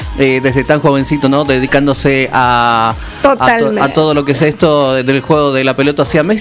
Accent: Uruguay; moved away as an adult; now in Argentina; soy uruguayo, hace 20 años que estoy viviendo acá

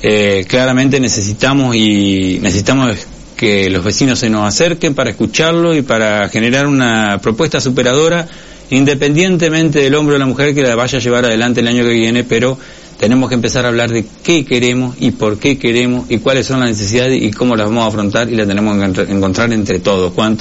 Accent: Argentina; tenemos que creer en nosotros como argentinos

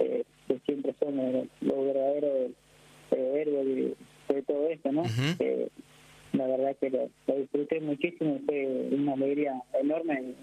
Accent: Argentina; ¿cómo vos sos argentino? Sí, ¿y cómo hablas árabe? Y digo, no, lo que pasa es que estoy haciendo algunas temporadas en Kuwait

